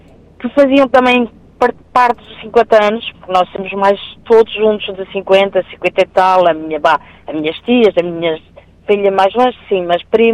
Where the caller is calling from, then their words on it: Portugal; Então, eu sou de Sacurelho